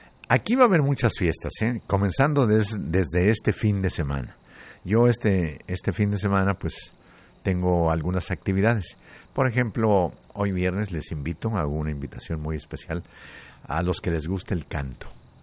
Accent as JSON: {"language": "Spanish", "region": "Zacatecas", "country": "Mexico", "moved": "yes", "said": "Ay, mi tierra."}